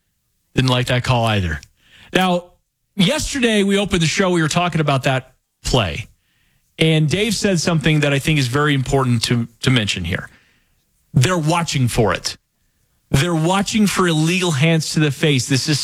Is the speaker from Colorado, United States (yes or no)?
yes; Denver, Colorado, United States; Like, I like my hometown play-by voices pulling for the team. I love that. Whether it's the Nuggets, the Avs, the Broncos, or the Rockies.